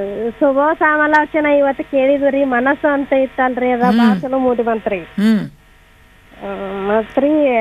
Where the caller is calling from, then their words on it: Karnataka, India; ನಾ ಸಂಪ್ರಾಯಿಂದ … ರೀ ಮೇಡಮ್.